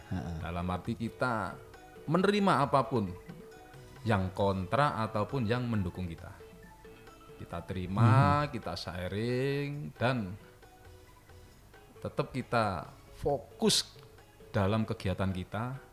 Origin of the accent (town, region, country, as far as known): Surabaya, East Java, Indonesia